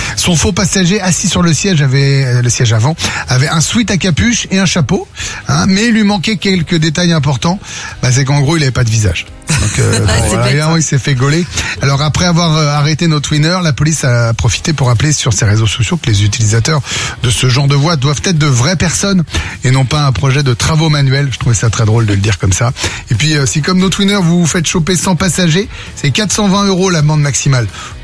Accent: France; chez nous en France

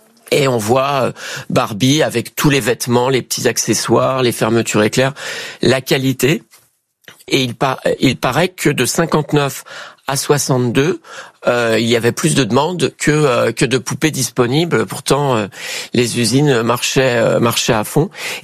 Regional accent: Lyon, Auvergne-Rhône-Alpes, France; moi je suis lyonnais

